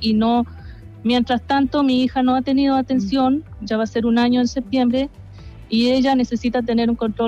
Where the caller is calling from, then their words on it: Melipilla, Santiago Metropolitan Region, Chile; yo, como vivo en Melipilla